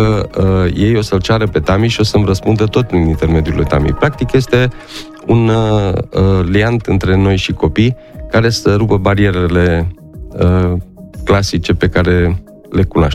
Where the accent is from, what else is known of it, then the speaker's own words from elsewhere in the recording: Copăcel, Brașov County, Romania; now in Miercurea Ciuc, Romania; Copăcel, da. De lângă Făgăraș, și eu și soția, la terminarea facultății am fost repartizat acolo.